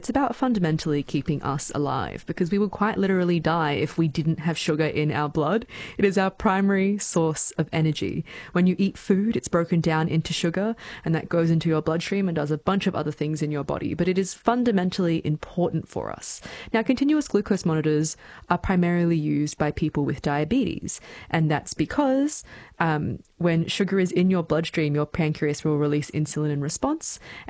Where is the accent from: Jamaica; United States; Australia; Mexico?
Australia; Gold Coast, Queensland; born or raised there